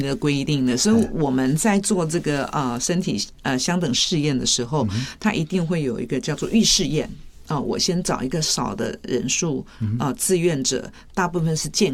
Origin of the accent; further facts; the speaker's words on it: Taiwan; 就是我们台湾人讲一句话叫做“贵也卡喝”，